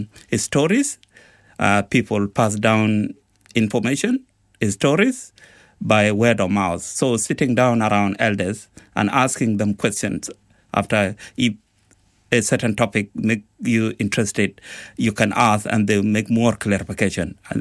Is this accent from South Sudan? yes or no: yes; South Sudan; now in Australia; I'm a South Sudanese. I'm a young man, now Australian as well.